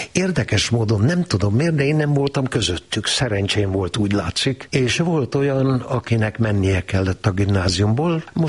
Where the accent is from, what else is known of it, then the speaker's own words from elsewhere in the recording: Kunmadaras, Jász-Nagykun-Szolnok, Hungary; also born or lived in Debrecen; Én Kunmadarason nőttem fel, nyakas kunok lakják